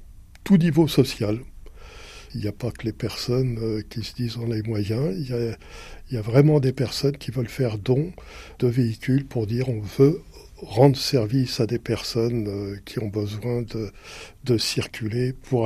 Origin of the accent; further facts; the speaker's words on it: Paris, Île-de-France, France; je suis parisien d'origine, c'est facile de dire on peut se passer de voiture.